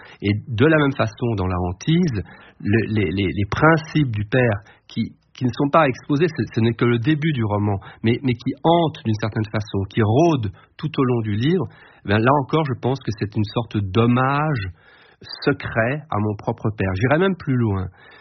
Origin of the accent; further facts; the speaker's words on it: Brussels, Brussels-Capital Region, Belgium; le Bruxelles de mon enfance, le Bruxelles où je vis à Bruxelles maintenant